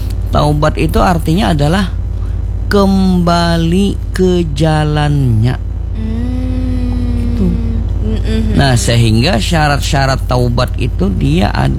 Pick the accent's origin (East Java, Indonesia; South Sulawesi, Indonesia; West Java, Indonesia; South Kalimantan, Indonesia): South Kalimantan, Indonesia; Banjar; Makanya kita orang Banjar ini